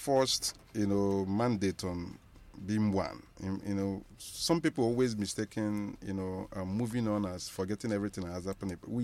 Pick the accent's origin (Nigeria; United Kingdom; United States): Nigeria; us young Nigerians